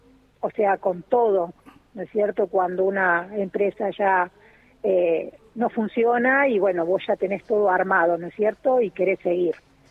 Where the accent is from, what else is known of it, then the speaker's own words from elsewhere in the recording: Buenos Aires, Argentina; now in La Carlota, Argentina; yo soy de Buenos Aires y he trabajado en fábricas